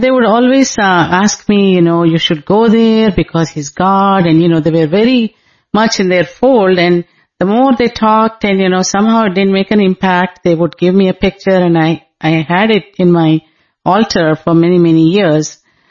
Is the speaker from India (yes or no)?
yes; Hyderabad, Telangana, India; I'm from Andhra Pradesh, Hyderabad